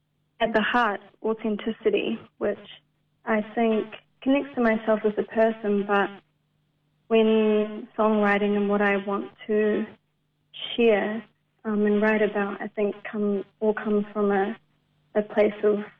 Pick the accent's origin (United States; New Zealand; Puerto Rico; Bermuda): New Zealand; as I reflect on my own experiences of being a Pacific Islander growing up in Aotearoa